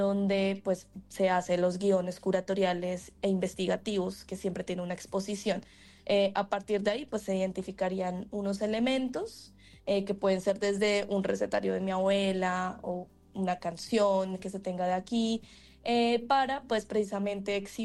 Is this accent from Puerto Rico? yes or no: no; Bogotá, Colombia; also born or lived in Boyacá; Yo soy de Bogotá, pues yo soy cundiboyacense, Bogotá, y también de Boyacá.